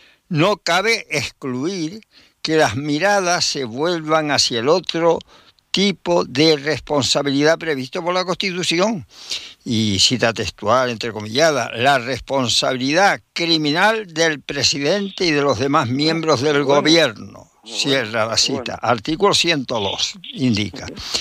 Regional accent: Venezuela; Somos venezolanos iguales que ellos son canarios.

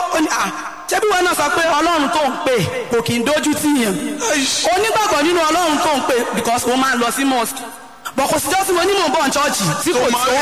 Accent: Ibadan, Oyo, Nigeria; Mo wá láti Ìbàdàn ní Omi.

